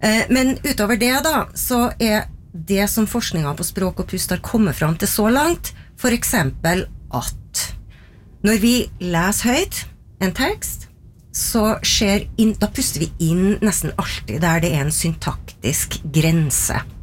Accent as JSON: {"language": "Norwegian", "region": "Trøndelag", "country": "Norway", "accent": "Trøndelag dialect", "said": "eksempel at trønderdialekten styrer pustemønsteret vårt på. Mm. Har noe å gjøre med hvordan jeg er som trønder."}